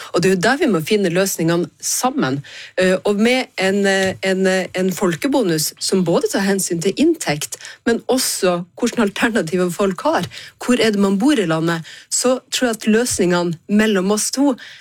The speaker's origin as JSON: {"language": "Norwegian", "region": "Finnmark", "country": "Norway", "said": "Jeg er fra Finnmark, jeg skjønner det her."}